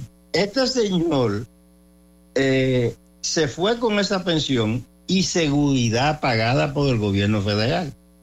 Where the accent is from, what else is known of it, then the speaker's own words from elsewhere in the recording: Dominican Republic; moved away; Somos todos los dominicanos, incluyendo los que vivimos fuera.